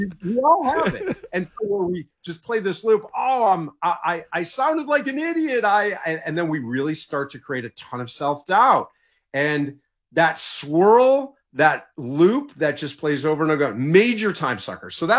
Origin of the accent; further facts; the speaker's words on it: Detroit, Michigan, United States; I'm originally from Detroit, so this is old home week.